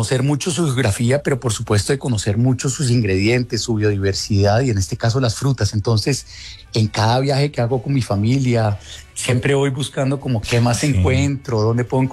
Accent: Colombia; uno como colombiano

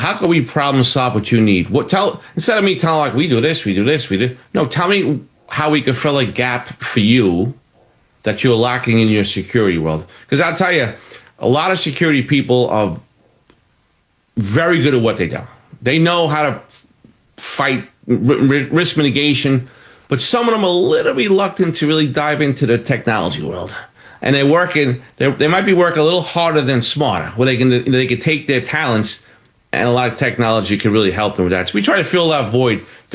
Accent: Brooklyn, New York, United States; born there; I was born in Bay Ridge and I reduced crime

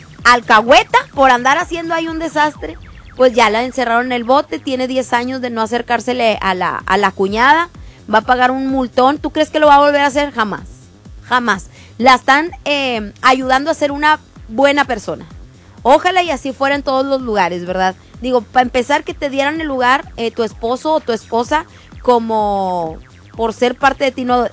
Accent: Mexico; porque somos familia, porque somos mexicanos.

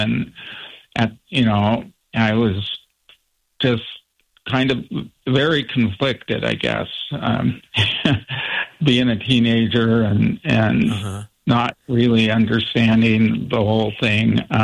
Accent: Wrangell, Alaska, United States; And, you know, I grew up in Wrangell.

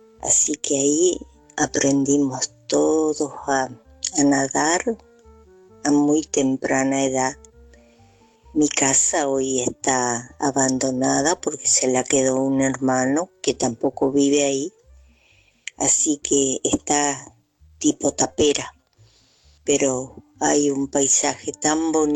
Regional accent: Colonia Benítez, Chaco, Argentina; de Colonia Benítez, capital botánica del Chaco. Yo, en este momento, vivo en el campo. Pero vivía sobre la Ruta 11... cuando era chica. Mis padres tenían la casa cerquita del río Tragadero

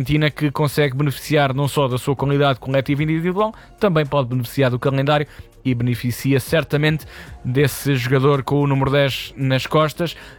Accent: Portugal; Como portugueses, esperemos que seja o seu rival eterno

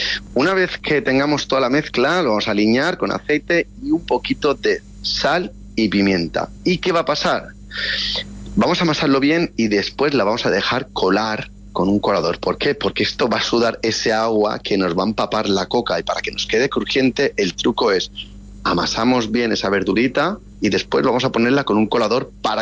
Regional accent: Balearic Islands, Spain; como buen mallorquín que soy, o buen mediterráneo

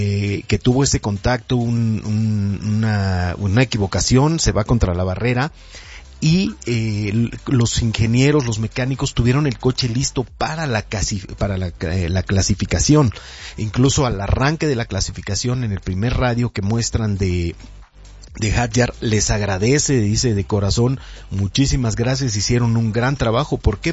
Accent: Mexico; como mexicanos debemos apoyar

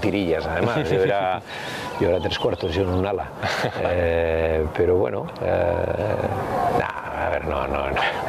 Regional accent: Bilbao, Basque Country, Spain; lo de rugby fue porque Aita me llevaba de pequeño a ver en San Ignacio, jugaban en el barrio de San Ignacio, el equipo que luego jugué yo, el Bilbao Rugby Club.

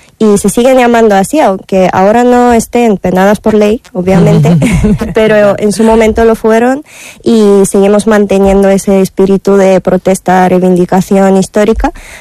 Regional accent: Sofia, Sofia City, Bulgaria; Spanish is a second language; moved away as an adult; also born or lived in Salamanca; now in Burgos, Spain; Yo empecé a bailar pues ya hace 10, 11 años en Sofía, en Bulgaria, que soy oriunda de ahí. Y luego me mudé de España, me mudé a Salamanca

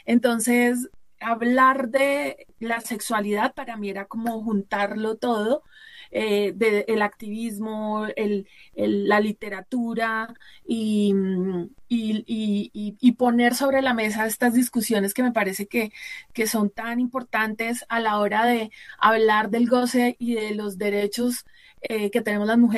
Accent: Bogotá, Colombia

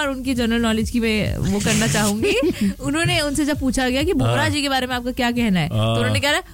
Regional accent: Bhopal, Madhya Pradesh, India; तो हमारे भोपाल में जो है एक नई मूवी है

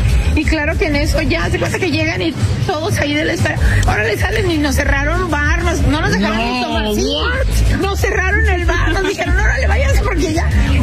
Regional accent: Chihuahua, Mexico

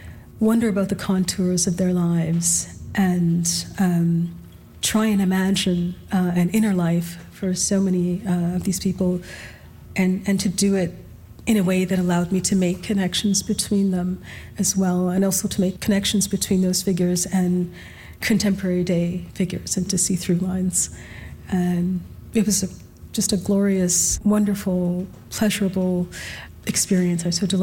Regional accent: Alberta, Canada; And of course, I'm, you know, born and raised in Alberta.

